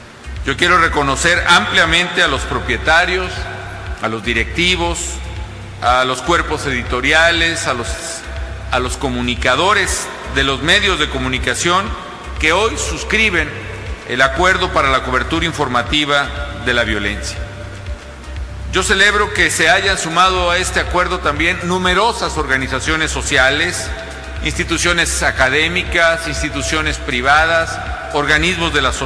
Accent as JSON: {"language": "Spanish", "country": "Mexico", "said": "como mexicano y como presidente de la República"}